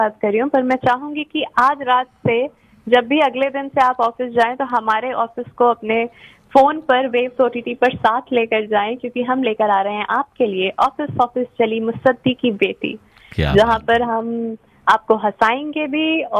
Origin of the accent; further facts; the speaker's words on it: Lucknow, Uttar Pradesh, India; moved away as an adult; now in Mumbai, India; मैं रहने वाली लखनऊ, उत्तर प्रदेश की हूँ।